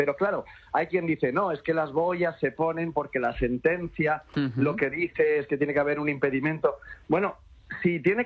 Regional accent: Spain; yo estoy en mi país

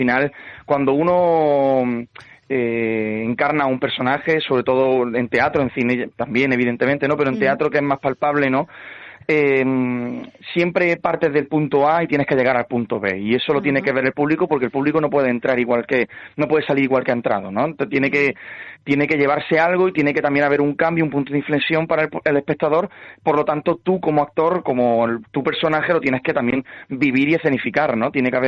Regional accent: Andalusia, Spain; Y como actor español, ¿no? Como actor andaluz

